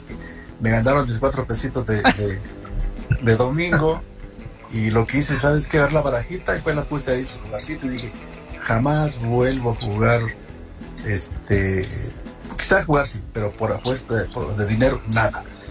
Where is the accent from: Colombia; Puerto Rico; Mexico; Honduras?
Mexico; allá donde yo nací, en Santa Anita